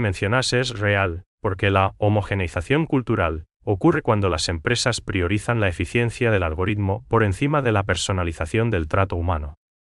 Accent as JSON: {"language": "Spanish", "country": "Paraguay", "said": "lo que nos hace únicos como paraguayos"}